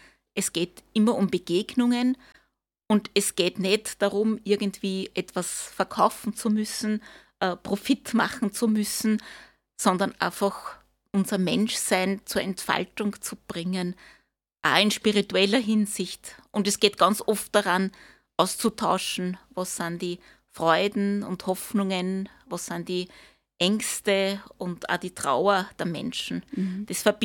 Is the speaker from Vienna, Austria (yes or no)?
yes; Vienna, Austria; moved away as an adult; now in Linz, Austria; aufgewachsen bin ich in Wien. Ich bin dort, also bis ungefähr zum 30. Lebensjahr habe ich eigentlich in Wien gelebt, habe dort studiert